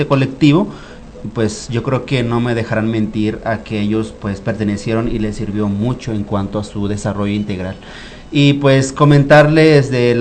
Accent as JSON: {"language": "Spanish", "country": "Mexico", "said": "soy orgulloso de ser quien soy, de ser wixárika, soy orgulloso de usar mi traje típico, de hablar mi lengua materna, de usar los guaraches, ¿no?"}